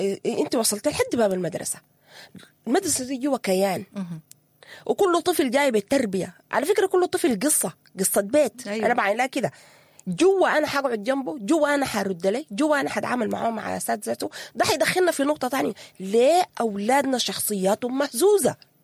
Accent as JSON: {"language": "Arabic", "country": "Sudan", "said": "نحن سودانيين"}